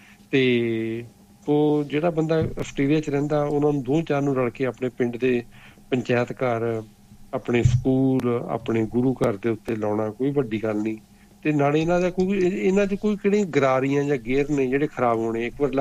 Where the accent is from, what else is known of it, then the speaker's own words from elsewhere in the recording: Punjab, India; ਅਤੇ ਮੇਰਾ ਪਿੰਡ ਜਲੰਧਰ ਦੇ ਲੱਗਿਆ, ਅਸੀਂ ਉੱਥੇ ਜਲੰਧਰ ਵਗੈਰਾ ਦੇ ਲਵਾ ਰਹੇ ਹਾਂ